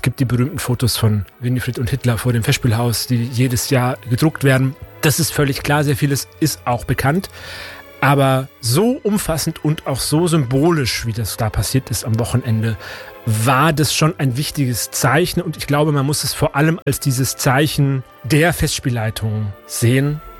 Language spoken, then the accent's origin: German; Bayreuth, Bavaria, Germany; moved away; ich bin ja hier aufgewachsen in der Stadt